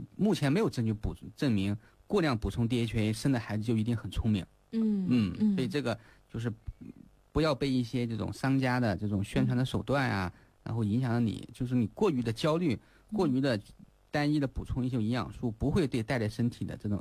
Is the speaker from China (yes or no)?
yes; China